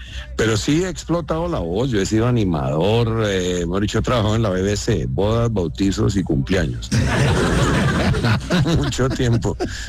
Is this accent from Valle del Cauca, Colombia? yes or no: no; Tocaima, Cundinamarca, Colombia; moved away as an adult; por mi origen, yo soy de un pueblo, yo soy de Tocaima